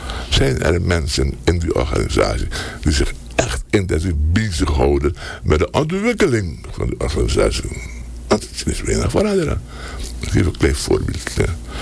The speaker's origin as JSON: {"language": "Dutch", "country": "Suriname", "said": "Ik ben een Surinamer in merg en been, geloof me."}